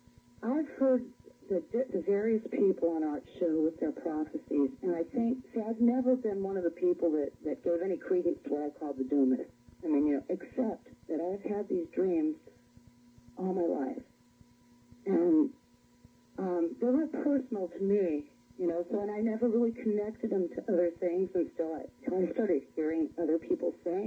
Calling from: Fort Bragg, California, United States; I live in Port Bragg.

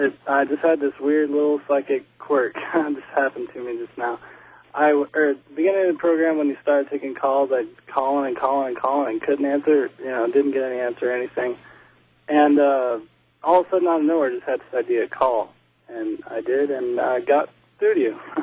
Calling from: Nashville, Tennessee, United States; I'm calling from Nashville.

